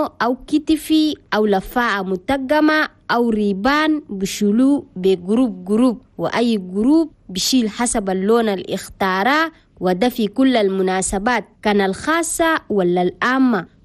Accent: Chad; ودي الأصالة والتراث عن بلدنا تشاد.

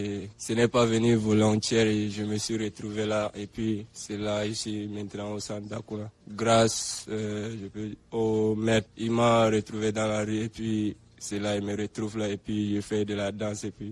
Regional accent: Cameroon; now in Chad; Je me suis retrouvé ici au Tchad. Donc c'est de ma volonté que je suis venu ici. Et je suis Camerounais.

